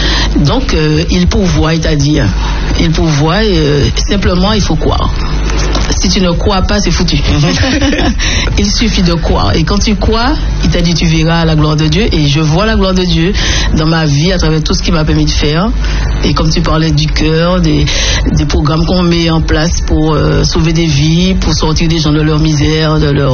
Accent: Martinique; born there; Et donc je fais partie de ceux qui sont nés en Martinique.

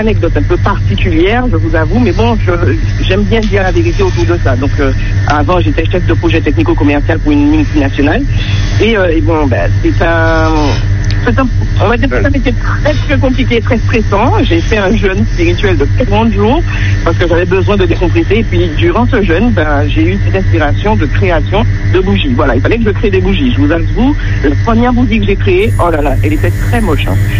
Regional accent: Martinique; now in France; je suis martiniquaise, je vis en France et là je suis en vacances

